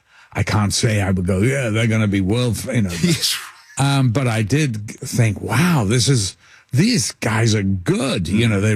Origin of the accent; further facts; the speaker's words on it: Liverpool, North West England, United Kingdom; I'm from Liverpool.